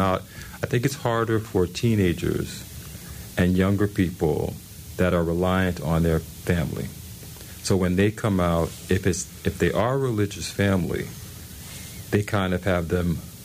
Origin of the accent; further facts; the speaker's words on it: New Jersey, United States; moved away; also born or lived in Connecticut; I'm from New Jersey. I lived in Connecticut. I was in Connecticut